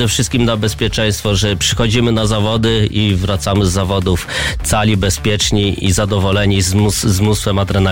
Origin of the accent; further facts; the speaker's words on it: Ostróda, Warmian-Masurian Voivodeship, Poland; Pierwszą edycję mieliśmy u nas w Ostrudzie